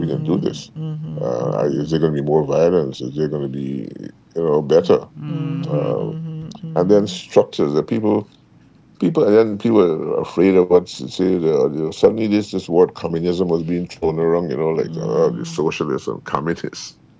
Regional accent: Triumph, Demerara-Mahaica, Guyana; I grew up in BV, Triumph

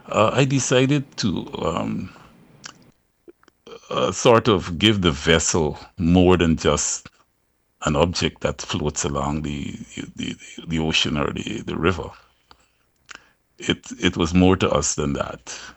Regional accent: Bartica, Cuyuni-Mazaruni, Guyana; born there; I was born, yes. I was born in Bartico.

